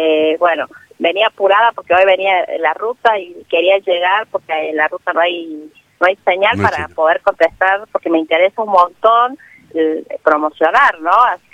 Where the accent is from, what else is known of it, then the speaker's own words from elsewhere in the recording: La Carolina, San Luis, Argentina; yo soy de acá de Carolina, vivo en la Carolina, trabajo acá, tengo mis hijos que están acá